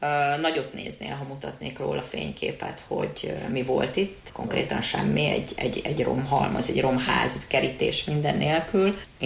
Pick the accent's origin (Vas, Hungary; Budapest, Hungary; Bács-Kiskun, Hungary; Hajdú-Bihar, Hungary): Budapest, Hungary; born there; moved away as an adult; also born or lived in Szigetszentmiklós; now in Kerecsend, Hungary; én Budapesten születtem, én ott is a Sziget-Szent Miklóson is éltem